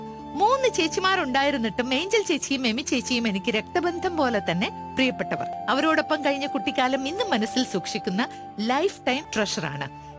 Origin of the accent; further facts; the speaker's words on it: Kerala, India; മൂന്നാറിനോടടുത്തുള്ള ഇരുട്ടുകണം എന്ന സ്ഥലമാണ് എന്റെ ജന്മനാട്. മൂന്നാറിനോട് ചേർന്ന പ്രദേശമായതുകൊണ്ട് രാവിലെ പുറത്തിറങ്ങുമ്പോ തണുപ്പ് വെറും തണുപ്പല്ല, പല്ലുകൾ തമ്മിൽ മത്സരിച്ച് കൂട്ടിയിരിക്കുന്ന തണുപ്പ്.